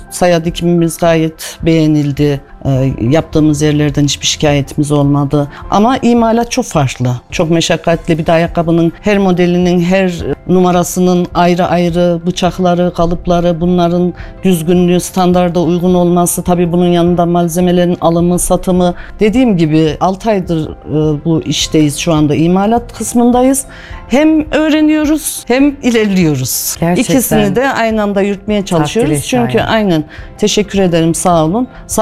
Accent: Kayseri, Turkey; Ben doğma büyüme Başakpınarlıyım mesela.

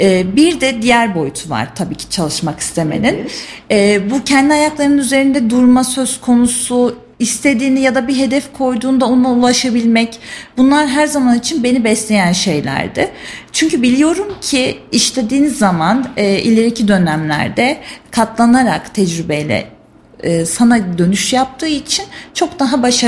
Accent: Kayseri, Turkey; born there; 1 Aralık 99 doğumluyum. Kayseri'de doğdum. Avşarım elhamdülillah.

